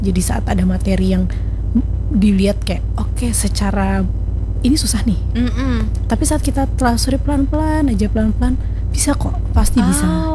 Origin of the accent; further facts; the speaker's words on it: Banjarbaru, South Kalimantan, Indonesia; also born or lived in Jakarta / Malang; Awalnya saya lahir emang di Jakarta. Soalnya bapak ibu saya dari Jakarta, terus karena penempatan tugas jadi dokter tadi di Martapura dan Banjarbaru, jadi dari kecil saya di Banjarbaru sampai sekarang. Udah jadi kerja PP Banjarbaru Banjarmasin aja sih.